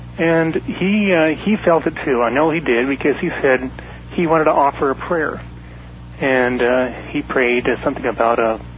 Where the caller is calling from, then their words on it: Mesa, Arizona, United States; Hello, I'm calling from Mesa, Arizona.